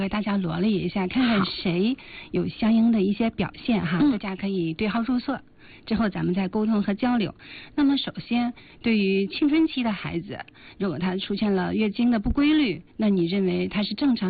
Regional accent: China

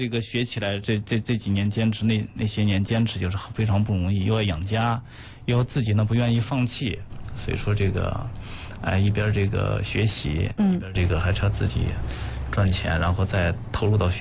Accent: Zhangjiakou, Hebei, China; 回来之后就又进入市里边，就是说我的家乡张家口市。

